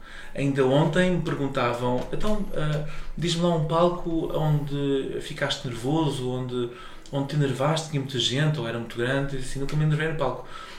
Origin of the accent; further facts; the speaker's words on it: Seixal, Setúbal, Portugal; Eu sou do Seixal, uma terra de músicos.